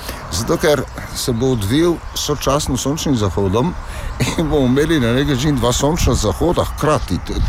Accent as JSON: {"language": "Slovenian", "region": "Slovene Littoral", "country": "Slovenia", "said": "Primorci smo sprivilegirani tukaj"}